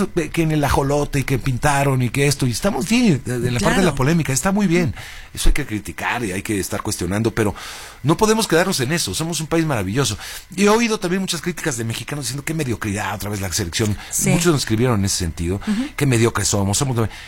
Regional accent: Mexico

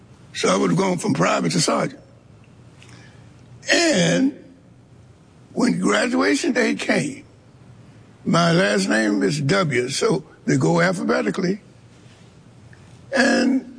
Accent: Shreveport, Louisiana, United States; now I grew up in Shreveport

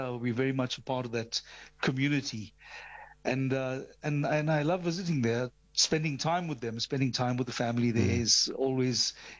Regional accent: Tongaat, KwaZulu-Natal, South Africa; born or raised there

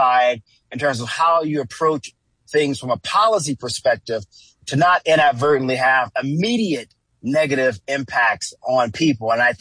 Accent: the South, United States; You know, I grew up in the South.

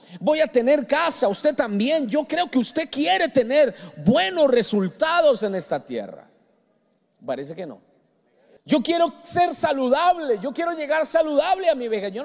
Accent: Colombia; Yo soy colombiano y a los de Colombia nos dijeron, ustedes van a, muchos dijeron, usted va a ganar la copa.

